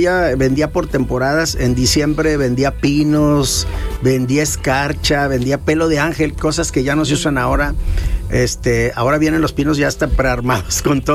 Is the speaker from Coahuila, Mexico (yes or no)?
no; Tampico, Tamaulipas, Mexico; yo soy de Tampico